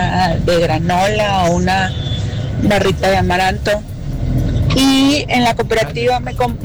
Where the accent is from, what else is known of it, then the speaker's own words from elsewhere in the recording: Mexico City, Mexico; Estaba chiquilla, como yo soy del sur de la Ciudad de México